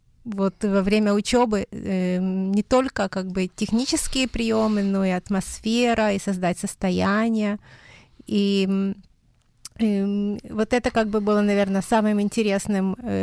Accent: Odesa, Odesa Oblast, Ukraine; born there; я родилась в Одессе в 73-м году, и мое детство было вполне таким очень заурядным.

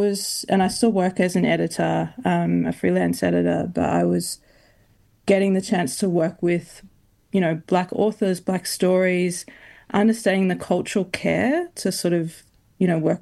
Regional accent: Queensland, Australia; I can write, you know, from the perspective of, you know, being a Queenslander, being a queer person, being a Black fella.

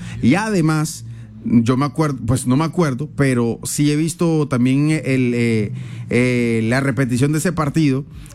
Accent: Colombia; los 5 momentos que como colombianos no podemos olvidar

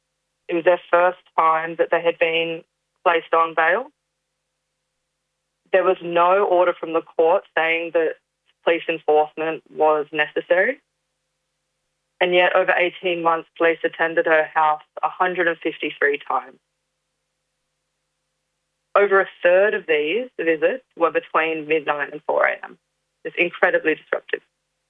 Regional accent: New South Wales, Australia; I'm joining from Gadigal and Wongal country in New South Wales. I'm a Darug woman. The Darug Nation's just west of Gadigal and Wongal country.

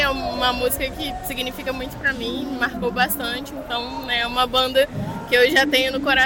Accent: Juiz de Fora, Minas Gerais, Brazil; A gente veio de Juiz de Fora, Minas Gerais.

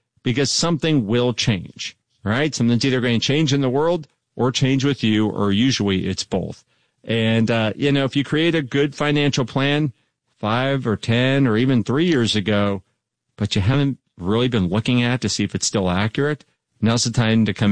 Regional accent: Dallas, Texas, United States; now in Northwest, United States; I grew up in Dallas, Texas, and up here in the Northwest now, but a lot of people had pools.

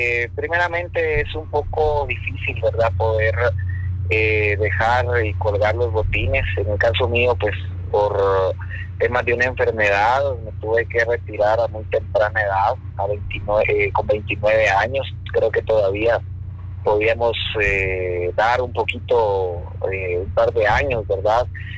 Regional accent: Jalapa, Guatemala; yo soy acá de Jalapa

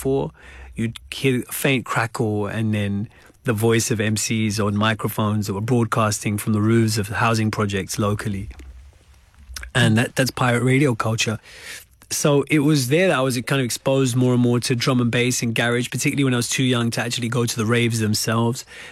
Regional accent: Wembley, London, United Kingdom; So I grew up in the, in the mid-90s in the UK. I grew up in Wembley.

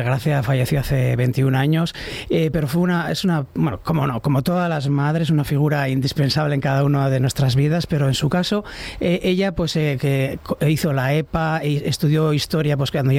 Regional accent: Recalde, Basque Country, Spain; yo soy de Recalde y entonces yo he estudiado en la Ikastola Urretxindorra y en San Adrián, cuando no existía Miribilla, y entonces era la mina del Morro.

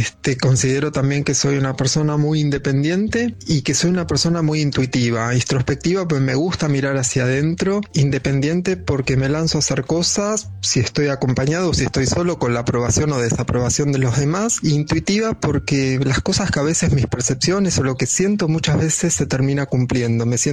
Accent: Acasuso, Buenos Aires Province, Argentina; Luisa, buenas noches. … de Acasuso

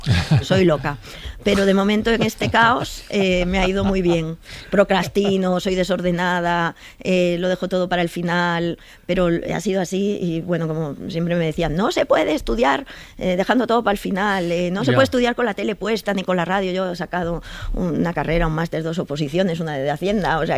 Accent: San Sebastián, Basque Country, Spain; soy donostiarra

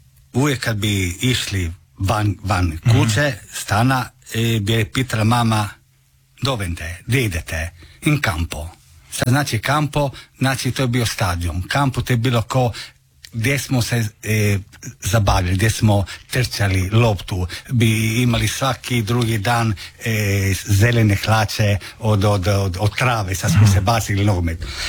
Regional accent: Pula, Istria County, Croatia; born there; 93. smo, pošto smo rođeni u Puli, smo dali zahtjev i imamo hrvatsko državljanstvo.

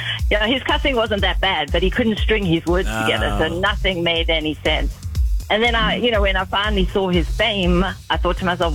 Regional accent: South Africa; Yes, I'm South African.

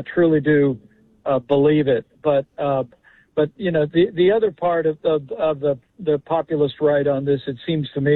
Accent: Indiana, United States; born or raised there

